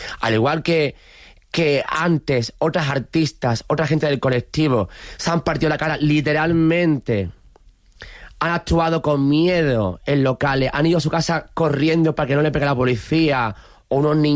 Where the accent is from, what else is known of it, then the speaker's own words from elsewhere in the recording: Jerez de la Frontera, Andalusia, Spain; En mi tierra, en Jerez, de pregón, en Cádiz, en San Fernando.